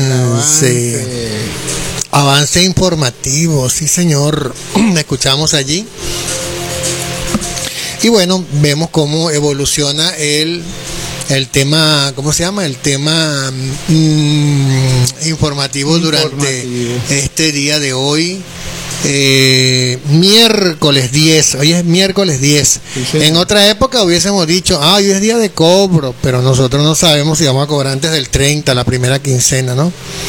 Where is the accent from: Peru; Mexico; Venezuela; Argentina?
Venezuela; fíjate que como somos los venezolanos, ¿no?